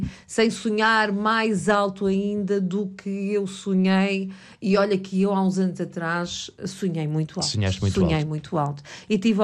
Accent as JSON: {"language": "Portuguese", "town": "Montijo", "region": "Lisbon", "country": "Portugal", "tie": "born or raised there", "said": "tu és do Afonsoeiro, eu sou do Alto Estanqueiro."}